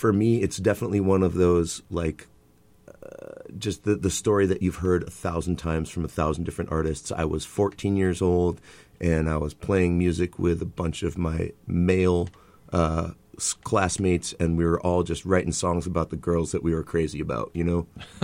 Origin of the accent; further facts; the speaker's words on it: Cromwell, Connecticut, United States; I grew up in Cromwell.